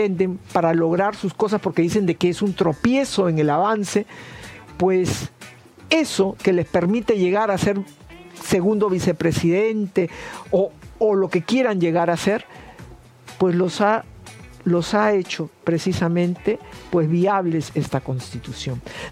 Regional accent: Peru

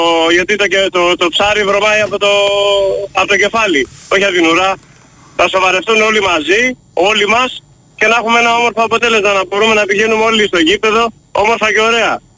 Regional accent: Greece; κονομάνε δισεκατομμύρια το χρόνο στη χώρα μου, στην πατρίδα μου, από την τσέπη τη δικιά μου και όλων μας.

